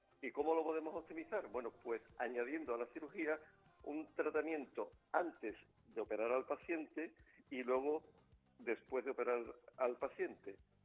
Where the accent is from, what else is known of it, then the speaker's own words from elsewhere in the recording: Spain; soy el único español que aparece.